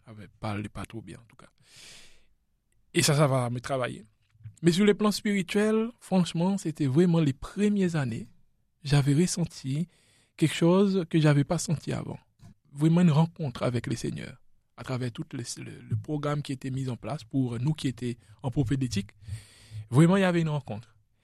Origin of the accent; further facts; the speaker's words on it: La Digue, Seychelles; J'ai grandi aux Seychelles dans une île qui s'appelle la Digue, à savoir que nous avons 115 îles aux Seychelles. Et donc il y a 3 îles principales, je dirais. Et moi je viens de celui qui s'appelle la Digue.